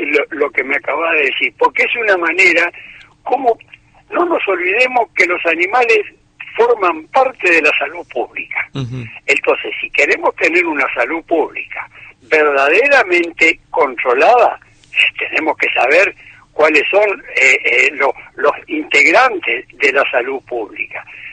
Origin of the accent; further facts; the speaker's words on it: Posadas, Misiones, Argentina; now in Rosario, Argentina; Yo me crié en Posada Misiones